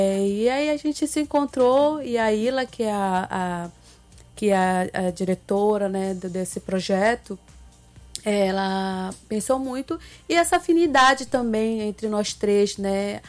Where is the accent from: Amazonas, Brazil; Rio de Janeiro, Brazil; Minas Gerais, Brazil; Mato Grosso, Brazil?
Amazonas, Brazil; first language Ticuna; Portuguese is a second language; Eu sou do Amazonas.